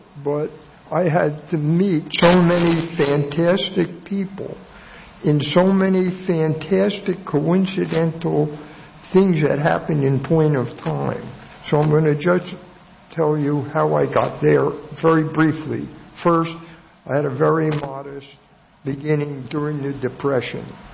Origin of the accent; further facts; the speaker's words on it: Newark, New Jersey, United States; I grew up in Newark, New Jersey. My father was a lawyer. It was the Depression. I went to high school there.